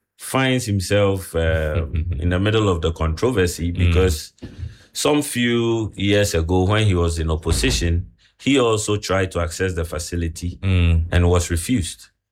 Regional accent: Ghana

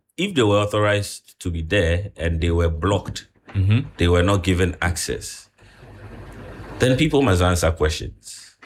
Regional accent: Ghana

